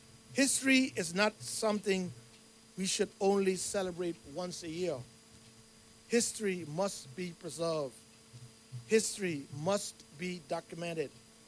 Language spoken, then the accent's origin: English; Cockburn Town, Turks & Caicos Islands; As a young boy growing up in Grand Turk